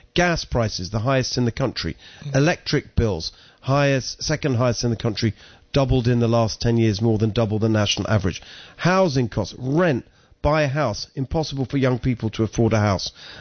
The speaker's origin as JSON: {"language": "English", "region": "England", "country": "United Kingdom", "tie": "born or raised there", "said": "So we moved here from England, as people can hear my accent. I'm not originally from here. But I just want to say, Amy, very important point of connection is that my parents are Hungarian, and they were refugees from communism in Hungary. And I was born in England"}